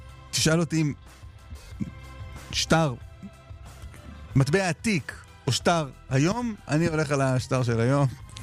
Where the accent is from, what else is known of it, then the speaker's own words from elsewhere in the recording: Jerusalem, Jerusalem District, Israel; כירושלמי, גם ככה קשה לי עם החול